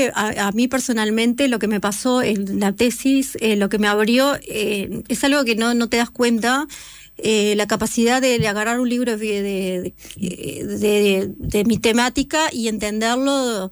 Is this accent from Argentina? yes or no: no; Salto, Uruguay; also born or lived in Montevideo; yo soy de Salto, y estaba en Montevideo